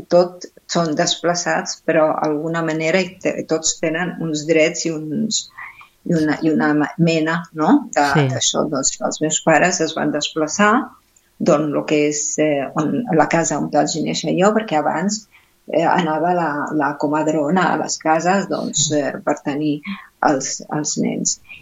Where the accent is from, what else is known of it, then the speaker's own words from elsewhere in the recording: Nablus, West Bank, Palestine; Catalan is a second language; moved away as an adult; now in Catalonia, Spain; vaig néixer a Nablus